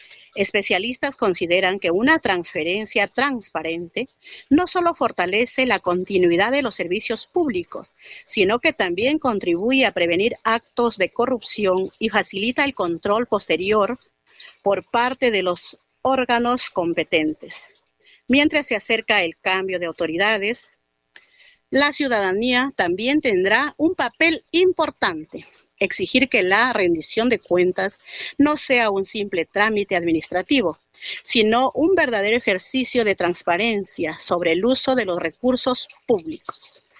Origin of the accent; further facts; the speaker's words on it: Marmot, La Libertad, Peru; Los pueblos más alejados, olvidados, como es mi pueblo de Marmot Compín